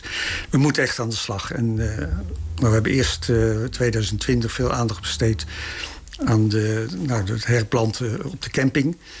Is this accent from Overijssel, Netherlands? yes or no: yes; Belt-Schutsloot, Overijssel, Netherlands; Nee, ik kom niet uit Vollenhoven, ik kom uit Belschutsloot.